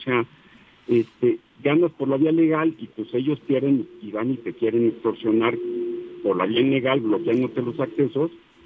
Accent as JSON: {"language": "Spanish", "country": "Mexico"}